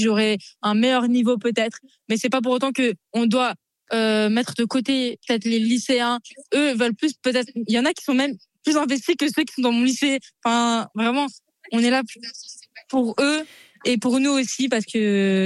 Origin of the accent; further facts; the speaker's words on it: Île-de-France, France; Je viens du 94.